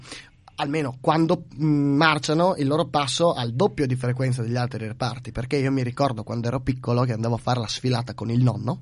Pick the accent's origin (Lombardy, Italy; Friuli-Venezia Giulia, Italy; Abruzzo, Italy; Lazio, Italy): Friuli-Venezia Giulia, Italy; Percoto; born there; perché cerco sempre di parlare un po' del mio paese, di Percoto